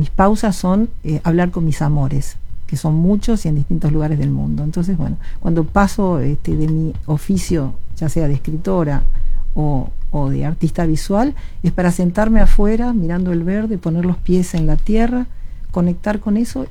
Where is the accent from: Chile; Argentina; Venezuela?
Argentina; moved away as an adult; also born or lived in Belgrano, Buenos Aires; now in Uruguay; se iba a poner mucho más cruda la situación en mi país.